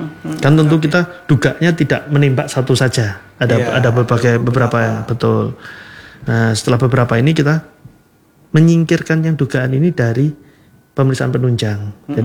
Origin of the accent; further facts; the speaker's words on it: Java, Indonesia; Kalau kebetulan saya dari Jawa ya, ada yang bahasanya dia mules lah